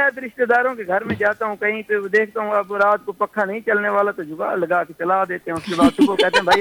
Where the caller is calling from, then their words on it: Bhakkar, Punjab, Pakistan; بکھر سے میرا تعلق ہے